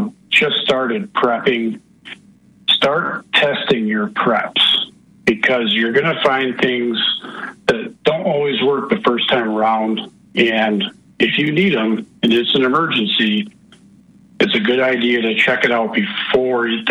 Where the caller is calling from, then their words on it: Michigan, United States; from Michigan.